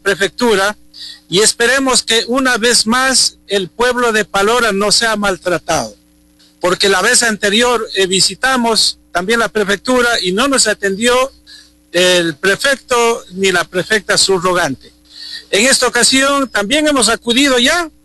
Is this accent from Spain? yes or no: no; Morona Santiago, Ecuador; todos somos la provincia de Morona, Santiago